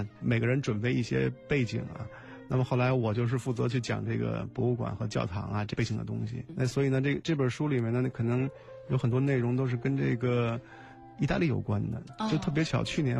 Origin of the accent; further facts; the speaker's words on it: Beijing, China; 我是从小在这个海淀区这边长大的